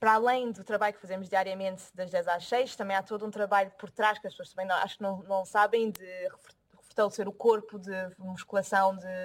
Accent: Portugal; quando fui para a Alemanha, que foi a primeira vez também que saí de Portugal e que vi qualquer coisa diferente neste mundo da cultura

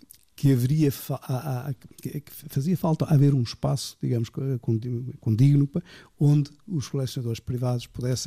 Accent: Penamacor, Centro, Portugal; born there; moved away; lá na minha aldeia, lá em Panamacor

